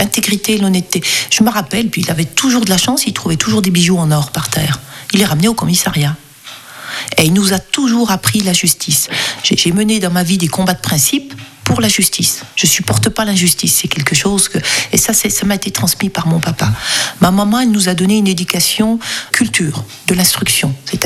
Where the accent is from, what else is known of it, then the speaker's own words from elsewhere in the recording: Saint-Claude, Bourgogne-Franche-Comté, France; à Saint-Claude, de ville où je suis née, dans le Haut-Jura, communauté musulmane très très importante.